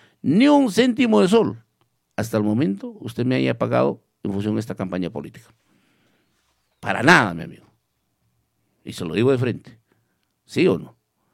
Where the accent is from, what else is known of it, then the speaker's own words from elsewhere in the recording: Villa Rica, Pasco, Peru; somos de aquí de Villarrica